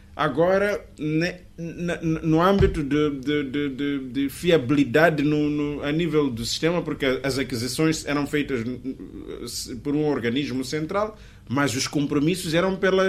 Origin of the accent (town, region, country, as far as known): Mozambique